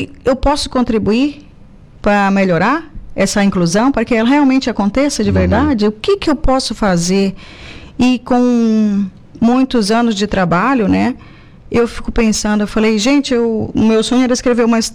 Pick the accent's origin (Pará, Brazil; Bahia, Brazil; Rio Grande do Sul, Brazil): Pará, Brazil; Belém; Depois voltei para Belém, que é a minha terra natal, e lá continuamos os nossos trabalhos, né?